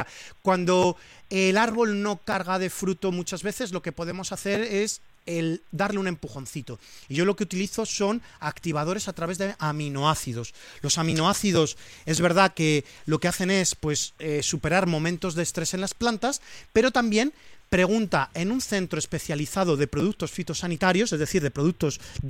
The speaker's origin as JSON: {"language": "Spanish", "region": "Valencian Community", "country": "Spain", "said": "Yo a ti te voy a recomendar, como buen valenciano, el cumquat."}